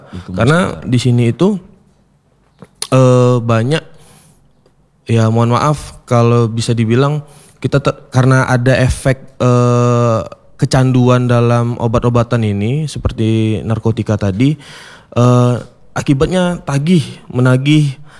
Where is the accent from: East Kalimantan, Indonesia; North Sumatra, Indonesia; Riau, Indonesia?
Riau, Indonesia; Saya dari Riau, Pak. Jadi pernah punya tetangga yang memang dia tuh pengguna, penyalahguna.